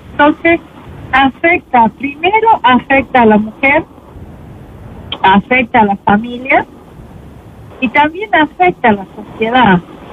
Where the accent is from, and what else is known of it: Argentina